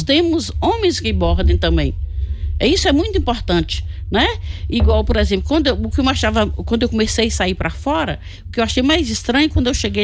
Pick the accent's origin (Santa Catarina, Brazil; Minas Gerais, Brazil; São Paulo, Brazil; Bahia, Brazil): Minas Gerais, Brazil; Jequitinhonha; Falei, sou de Jequitinhonha, você é do Vale? Eu falei, é do Vale, mas dentro do Vale tem uma cidade que chama Jequitinhonha, que é o coração do Vale. Eu sou de lá e essas coisas são tudo lá.